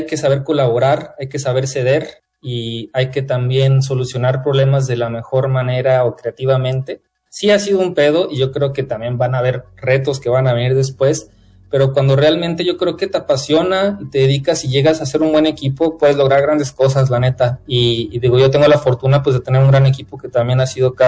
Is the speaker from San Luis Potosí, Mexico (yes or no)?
yes; San Luis Potosí, Mexico; soy de San Luis